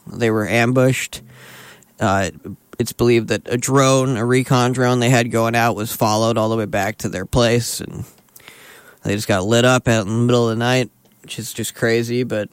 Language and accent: English; United States; as like an American, as a voter, and as someone that served this godforsaken country